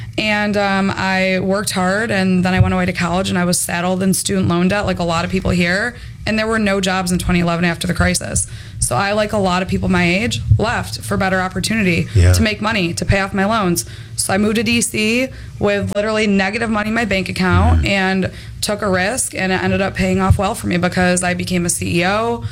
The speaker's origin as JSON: {"language": "English", "town": "Auburn", "region": "New York", "country": "United States", "tie": "born or raised there", "moved": "as an adult", "said": "I mean, listen, I grew up in Auburn."}